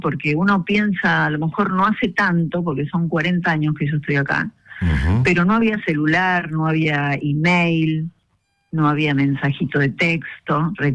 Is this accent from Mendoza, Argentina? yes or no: yes; Mendoza, Argentina; moved away as an adult; now in Buenos Aires, Argentina